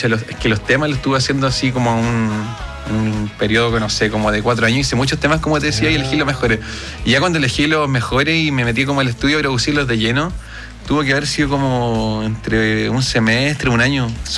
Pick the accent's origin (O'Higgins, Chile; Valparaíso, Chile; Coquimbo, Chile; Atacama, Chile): O'Higgins, Chile; Machalí; also born or lived in Rancagua; yo soy de la 7ª región, de Machalí.